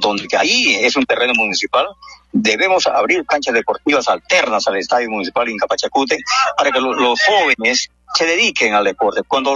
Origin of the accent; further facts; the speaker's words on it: Rioja, San Martín, Peru; Eso nos llena de felicidad y orgullo como riojanos